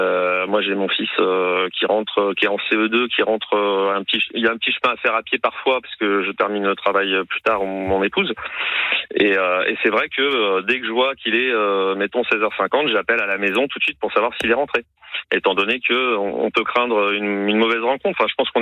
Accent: Évry, Île-de-France, France; also born or lived in Corbeil-Essonnes; j'ai été élevé en Île-de-France, je suis de la région d'Évry.

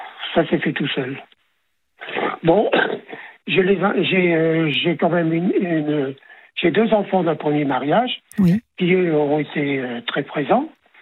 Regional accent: Amiens, Hauts-de-France, France; also born or lived in Villers-Bretonneux; Je suis né à Villers-Bretonneux. J'ai vécu à Villers-Bretonneux jusqu'en 1949. Je suis né en 42. En décembre 42, je suis né chez 49. On a quitté Villers-Bretonneux. On est allé habiter à Amiens.

